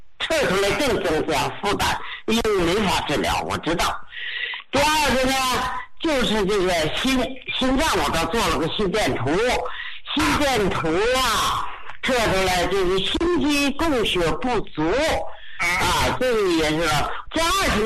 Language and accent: Chinese; Beijing, China; 我先说我是北京的